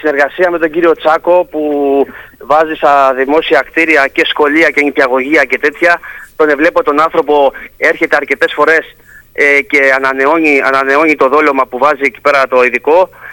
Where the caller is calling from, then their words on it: Kalamaki, Ionian Islands, Greece; Καλαμακίου, γιατί μένω εδώ δίπλα.